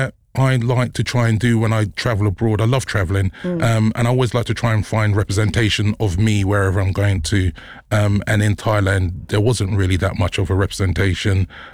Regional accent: Brixton, London, United Kingdom; I'm born and raised in Brixton

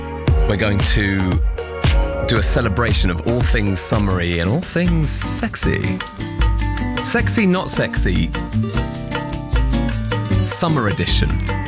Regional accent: United Kingdom; No, we're British

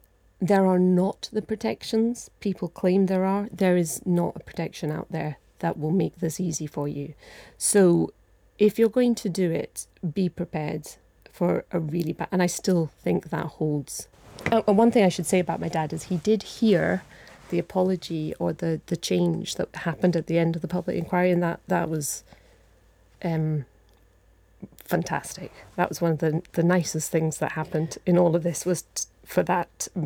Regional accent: India; moved away; I was brought up in India.

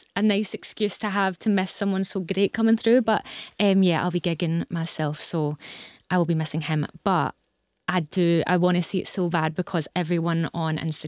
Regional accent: Scotland, United Kingdom; being a Scottish artist trying to do country

